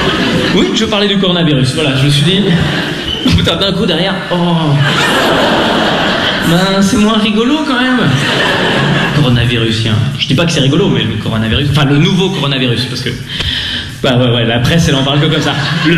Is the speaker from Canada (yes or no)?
no; Lausanne, Vaud, Switzerland; Moi, je viens de Lausanne. Les girons, c'est pour les bouseux. Donc, à Lausanne, il n'y a pas de girons.